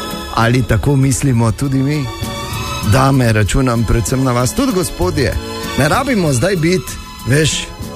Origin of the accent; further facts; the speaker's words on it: Maribor, Drava, Slovenia; Ali sva iz Maribora tak kot on?